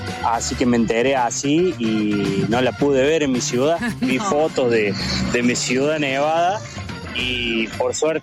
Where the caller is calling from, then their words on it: Córdoba, Argentina; soy de Monfuerte, acá unos 100 kilómetros de Córdoba.